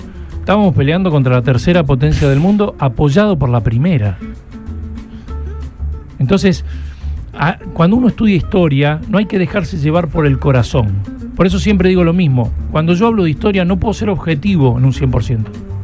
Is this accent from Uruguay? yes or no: no; Argentina